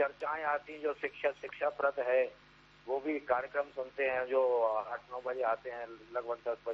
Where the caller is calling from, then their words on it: Datia, Madhya Pradesh, India; हम भी बुंदेलखंड के ही दतिया के रहने वाले हैं